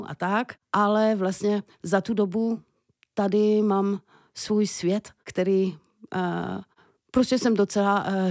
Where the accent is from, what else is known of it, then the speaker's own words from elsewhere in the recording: Auvergne-Rhône-Alpes, France; Czech is a second language; moved away as an adult; now in Czech Republic; Tak původem jsem z Božole, takže kousek od Lyonu.